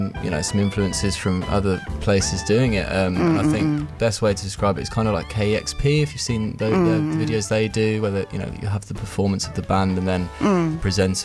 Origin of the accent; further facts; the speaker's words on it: Northampton, East Midlands, United Kingdom; From Northampton, the fine Northampton in England. So it's about an hour north of London.